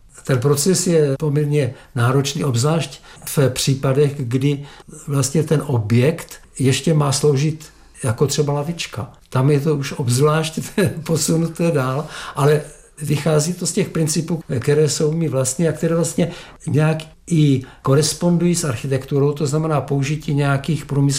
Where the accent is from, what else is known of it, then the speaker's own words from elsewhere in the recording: Nový Jičín, Moravian-Silesian Region, Czechia; jako dítě jsem v Novém Jičíně chodil ulicemi